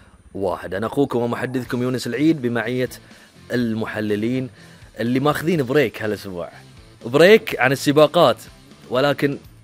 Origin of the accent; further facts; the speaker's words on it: Bahrain; كبحرينيين